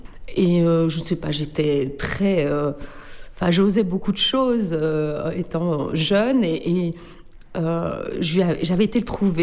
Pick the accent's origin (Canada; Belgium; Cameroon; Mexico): Belgium; Verviers, Wallonia; born there; Oui, tout à fait, je suis née à Verviers, oui.